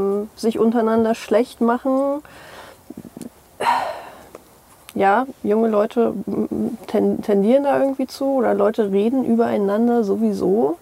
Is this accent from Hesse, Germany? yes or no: no; Saxony-Anhalt, Germany; now in Leipzig, Germany; ich komme ja jetzt aus Sachsen-Anhalt